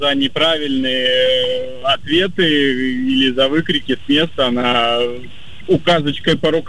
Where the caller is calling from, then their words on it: Novosibirsk, Novosibirsk Oblast, Russia; Новосибирска.